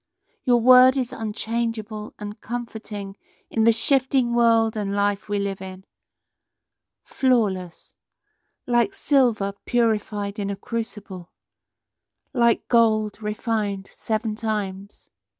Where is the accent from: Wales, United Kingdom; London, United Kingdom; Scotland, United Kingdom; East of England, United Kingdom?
East of England, United Kingdom; I'm from Cambridgeshire.